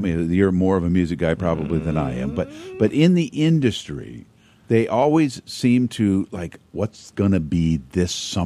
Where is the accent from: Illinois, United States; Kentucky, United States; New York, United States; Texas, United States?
Illinois, United States; Pekin; I grew up in Pekin. Did you know that?